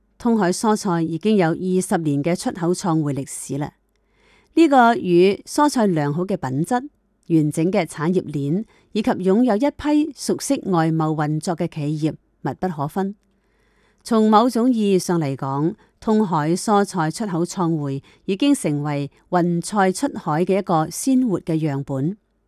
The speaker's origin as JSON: {"language": "Chinese", "country": "Thailand", "said": "我们泰国人是很喜欢云南菜的，一般高级的酒店都喜欢我们云南菜。"}